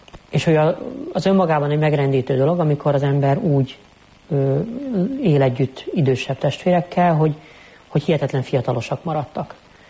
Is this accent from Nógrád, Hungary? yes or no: no; Budapest, Hungary; moved away as an adult; also born or lived in Szeged; én budapesti vagyok, nem mindig éltem Budapesten, mert Szegeden voltam elég hosszan, a szeretes éveim alatt, de azért régebben vissza is kerültem.